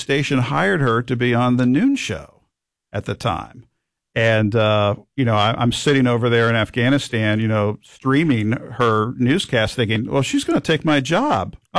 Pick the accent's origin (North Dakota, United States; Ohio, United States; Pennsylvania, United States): Ohio, United States; Mansfield; So right after college, 1993, my hometown, Mansfield, Ohio, a little independent, low-power television station